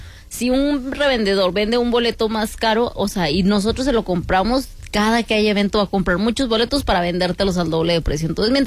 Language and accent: Spanish; Mexico